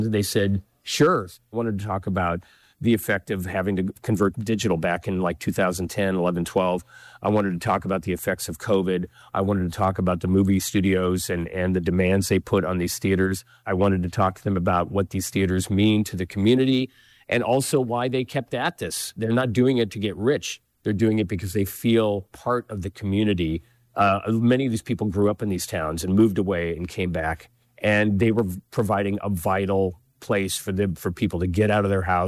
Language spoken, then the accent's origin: English; Oregon, United States; also born or lived in Seattle / Washington; I come from Seattle, and we used to have a vibrant art house scene in Seattle. Many of those theaters have closed. I also grew up in small parts of the West, mainly Eastern Oregon and parts of Washington.